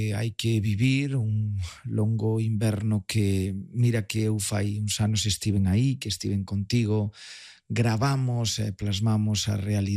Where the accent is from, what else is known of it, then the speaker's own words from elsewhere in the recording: Galicia, Spain; pero somos galegos, somos galegas, somos fortes e temos capacidade para reinventarnos